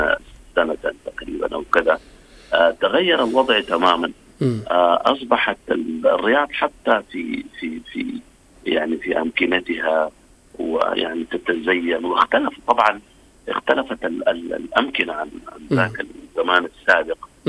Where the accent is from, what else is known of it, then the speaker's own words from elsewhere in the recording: Sudan; بلدي السودان.